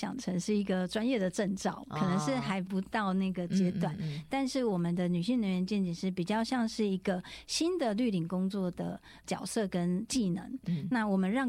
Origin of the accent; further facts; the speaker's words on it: Taiwan